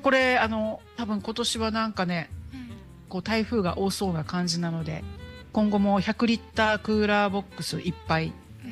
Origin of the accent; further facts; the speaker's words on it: Okinawa, Japan; こう中部の出身なので